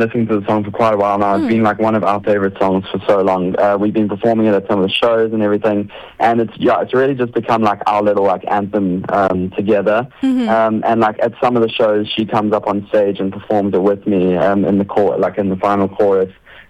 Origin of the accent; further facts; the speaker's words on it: Durban, KwaZulu-Natal, South Africa; now in Cape Town, South Africa; I'm originally from Durban. We're living in Cape Town right now, but at the end of this month, we're actually moving back to Durban